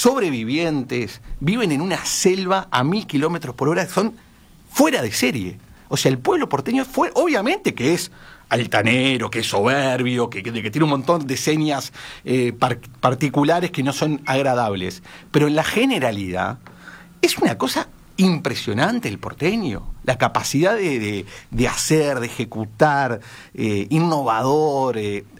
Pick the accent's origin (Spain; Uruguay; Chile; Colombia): Uruguay; Y los uruguayos, hoy conocidos como uruguayos, nosotros queríamos ser argentinos.